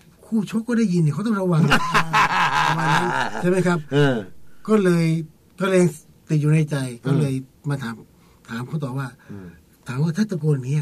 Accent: Chaiya, Surat Thani, Thailand; เป็นคนจังหวัดสุราษฎร์ธานีอำเภอชัยยาจังหวัดสุราษฎร์ธานี

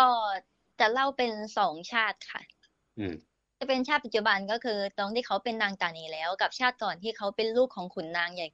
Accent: Southern Thailand, Thailand; หนูเป็นคนใต้นะคะ

